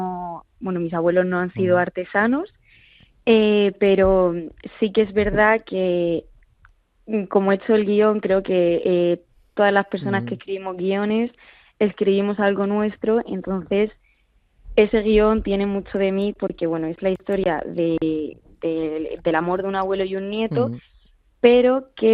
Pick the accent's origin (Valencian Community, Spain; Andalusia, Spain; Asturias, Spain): Valencian Community, Spain; Torrevieja; soy de Torrevieja y poder rodar en un escenario como las Salinas de Torrevieja y encima con esa cosa tan especial que es mi pueblo